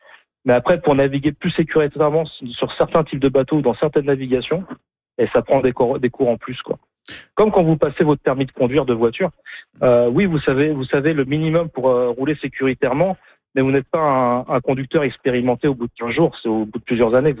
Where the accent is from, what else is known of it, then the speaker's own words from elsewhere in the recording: France; je voudrais pas, en tant que Français, arriver avec mes gros sabots en disant que la formation québécoise, elle est nulle.